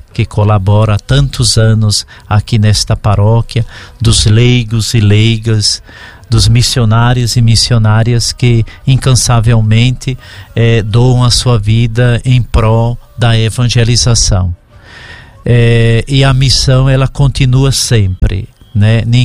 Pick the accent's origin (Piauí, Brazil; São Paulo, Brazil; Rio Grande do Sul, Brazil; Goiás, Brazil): Piauí, Brazil; now in Carinhanha, Brazil; Mas eu também sou de um estado do Piauí